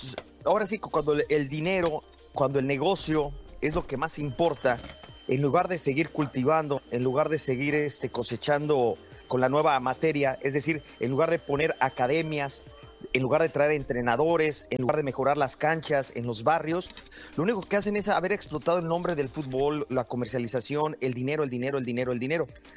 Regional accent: Mexico; now in United States; tengo un nombre muy raro, a pesar de que soy mexicano.

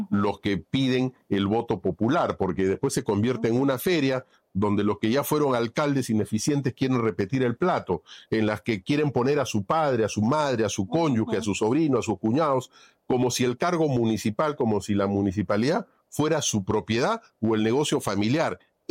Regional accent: Peru; que como peruanos opino

